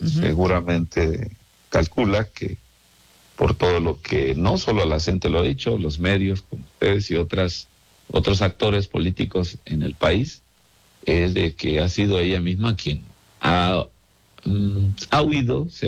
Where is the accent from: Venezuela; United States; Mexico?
Mexico; ni con la credencial nosotros que somos de Chiapas, de Michoacán, de Guerrero, ¿no?